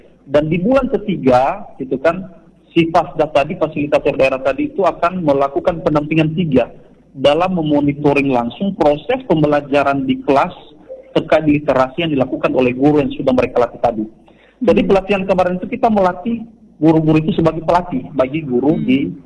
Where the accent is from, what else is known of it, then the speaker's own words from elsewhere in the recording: Nias, North Sumatra, Indonesia; kita fasilitator produk asli dari Nias ini tidak kalah baik